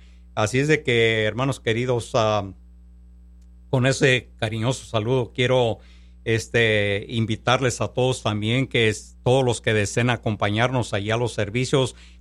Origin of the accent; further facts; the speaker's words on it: Panindícuaro, Michoacán, Mexico; ir para allá, para mi ranchito, para mi pueblo querido, hermano. Yo soy de Michoacán, de Panindícuaro, Michoacán